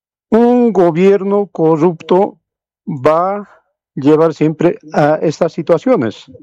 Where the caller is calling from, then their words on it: Bolivia; cada boliviano